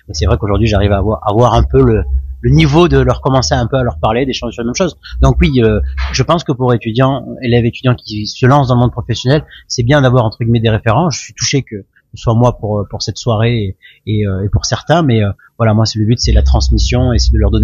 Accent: Sisteron, Provence-Alpes-Côte d'Azur, France; Moi, je suis de Provence, hein, donc j'ai fait l'école hôtelière à Marseille-Bonneveine autrefois

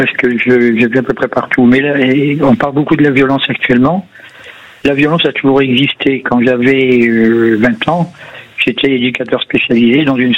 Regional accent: France; Moi, simplement parce que je suis Français, quand je prends le bus pour aller à Marseille

